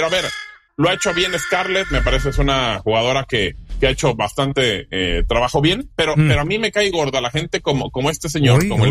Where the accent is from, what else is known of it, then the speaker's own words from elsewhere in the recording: Mexico; Y como mexicano, en caso de que ganara, que no va a pasar, no va a suceder que Julián lo gane, ojalá.